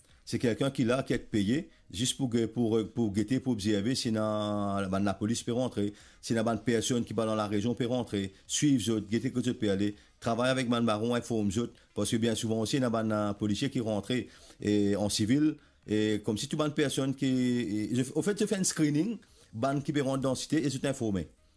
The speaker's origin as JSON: {"language": "French", "country": "Mauritius", "said": "Mais en tant que Mauricien, en tant que citoyen, moi je n'ai pas le droit de laisser mon pays brûler."}